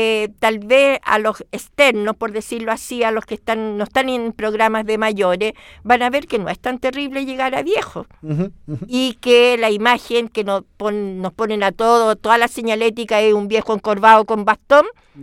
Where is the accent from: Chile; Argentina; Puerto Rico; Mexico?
Chile; Valparaíso; Yo soy porteña, así que he crecido escuchando tango.